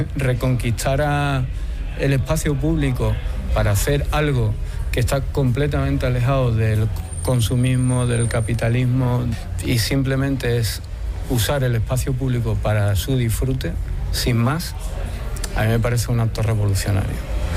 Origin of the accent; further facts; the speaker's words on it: Andalusia, Spain; Y como andaluces, para nosotros son muy importantes, ¿no?